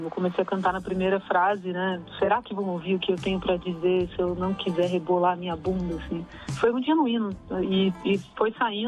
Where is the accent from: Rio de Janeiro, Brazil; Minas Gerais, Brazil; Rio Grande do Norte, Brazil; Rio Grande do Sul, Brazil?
Rio de Janeiro, Brazil; São João de Meriti; moved away as an adult; also born or lived in Jacarepaguá, Rio de Janeiro; now in São Paulo, Brazil; Eu fui criada na Baixada Fluminense, no Rio de Janeiro. Mais tarde, ali pela adolescência, minha família foi para a Zona Oeste, então eu morei também em Jacarepaguá, na freguesia, mas hoje está todo mundo lá pela região serrana